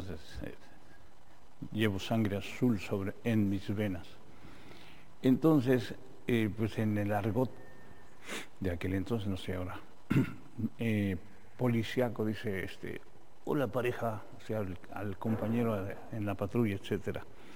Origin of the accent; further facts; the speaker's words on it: Mexico; Nosotros, fíjense, somos mexicanos